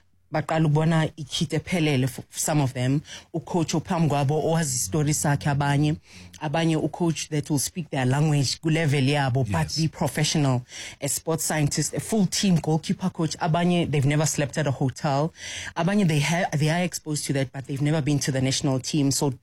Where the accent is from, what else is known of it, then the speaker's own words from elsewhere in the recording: Johannesburg, Gauteng, South Africa; I come from Alex. And why am I successful today? Because that community helped me. I started playing my football there, grew up there, went to school there.